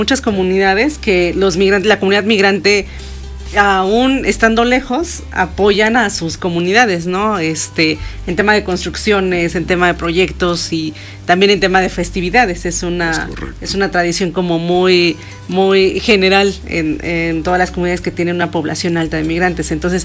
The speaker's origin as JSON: {"language": "Spanish", "region": "Puebla", "country": "Mexico", "tie": "born or raised there", "said": "para nosotros como poblanos. Yo no soy de nacimiento poblana, pero toda mi vida he estado en Puebla. Y ya de corazón soy poblana."}